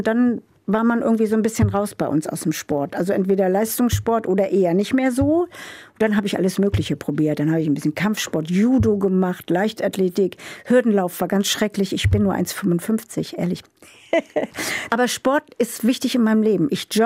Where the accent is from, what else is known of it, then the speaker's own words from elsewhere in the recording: East Germany, Germany; now in Bremen, Germany; Ich bin ja ein Ossi-Kind